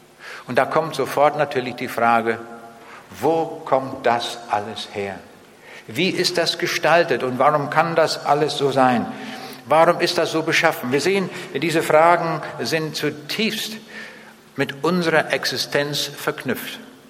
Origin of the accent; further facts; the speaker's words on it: Braunschweig, Lower Saxony, Germany; Ich sage, ich komme aus Braunschweig und ich fahre nach Augsburg.